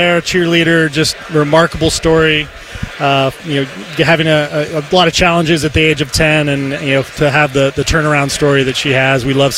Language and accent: English; Ohio, United States; I'm from Northeast Ohio, so yeah.